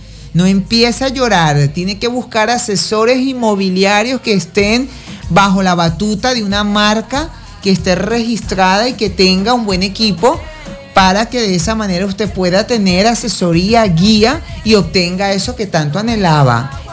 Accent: Venezuela

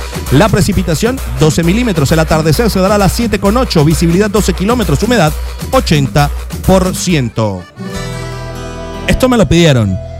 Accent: Puerto La Cruz, Anzoátegui, Venezuela; En mi tierra natal, allá en Puerto La Cruz, en Barcelona, en el estado Anzoátegui

